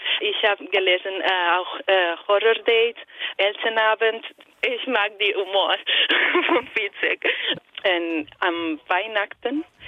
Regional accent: Italy; German is a second language; Ich bin Italienerin und habe ich Philosophie studiert.

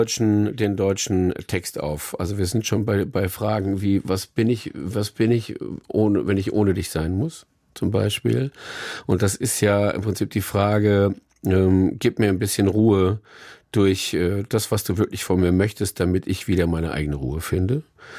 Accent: Mannheim, Baden-Württemberg, Germany; also born or lived in Karlsruhe; Auf der anderen Seite, ich bin in Karlsruhe geboren. Ich bin in Mannheim zur Schule gegangen.

